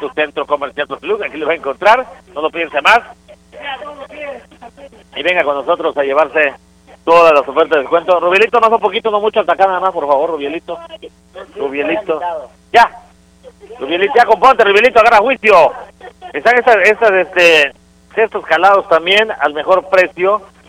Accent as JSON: {"language": "Spanish", "country": "Brazil", "second_language": "Spanish", "said": "Si somos brasileños, si se viera lo que pasa detrás de cámara, ¿no? Que si todo esto saliera al aire, qué buena gente, somos, qué alegres, somos aquí en Brasil."}